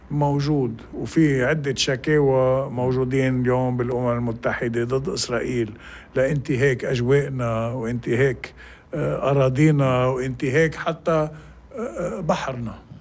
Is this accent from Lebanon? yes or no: yes; Lebanon; نحن كلبنانيين